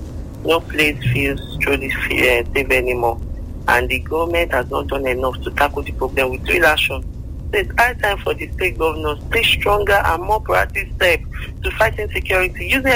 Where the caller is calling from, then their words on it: Ibadan, Oyo, Nigeria; I'm calling from Alakia.